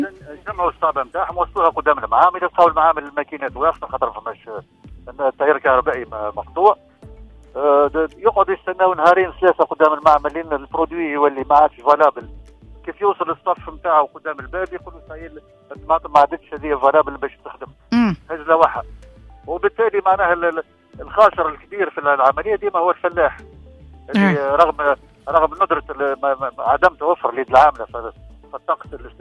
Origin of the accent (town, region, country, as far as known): Tunisia